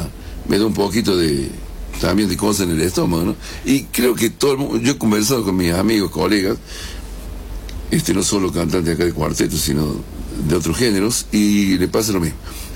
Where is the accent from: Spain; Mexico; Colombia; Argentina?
Argentina; Córdoba; yo amo Córdoba, soy cordobés, pero muerte, mira, si yo me vine de allá también por Córdoba. Me tentaron un montón de veces de ir a Buenos Aires a vivir. No, me quedo en Córdoba.